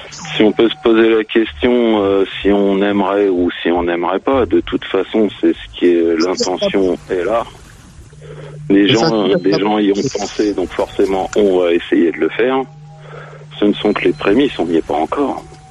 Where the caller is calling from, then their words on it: Rohan, Brittany, France; je suis pas à Rouen, je suis à Rouen.